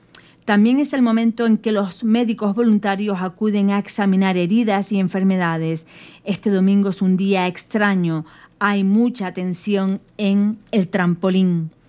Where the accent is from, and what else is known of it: Lanzarote, Canary Islands, Spain